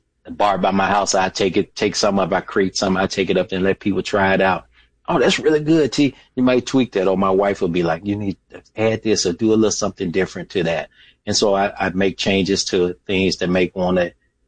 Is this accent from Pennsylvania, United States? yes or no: no; Memphis, Tennessee, United States; But yes, I am originally from Memphis. And so I had to keep Memphis alive and keep that name in there.